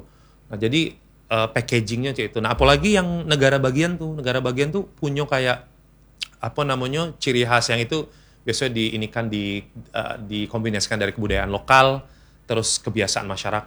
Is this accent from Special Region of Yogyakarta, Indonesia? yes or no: no; Bengkulu, Indonesia; Karena memang latar belakang kalau orang tua kan dari Sulawesi Selatan, ibu dari Jawa. Cuma kita kan lah besar di Bengkulu, bahasa daerah yang paling lancar ya bahasa Bengkulu, bahasa Lembak terutama sebenarnya yang paling lancar. Bahasa Bugis gak bisa, bahasa Jawa juga kurang gitu.